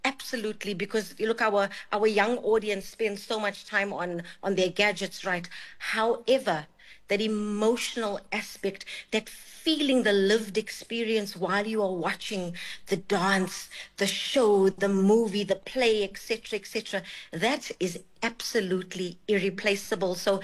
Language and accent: English; Durban, KwaZulu-Natal, South Africa; I'm from KZN, I'm from Durban. I was at the Playhouse every other weekend